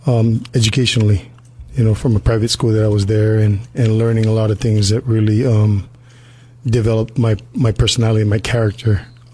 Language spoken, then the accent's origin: English; Colorado Springs, Colorado, United States; also born or lived in Chipley / Hawaii; Well, I was born here at the Big Pink Hospital, Chipler. And within a year's time from being born there, we moved to Colorado Springs. So much of my childhood was in Colorado Springs